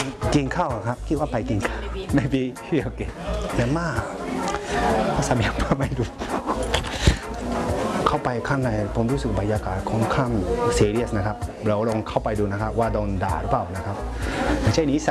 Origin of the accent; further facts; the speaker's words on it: Thailand; Yeah, I'm fine, I'm come from Thailand.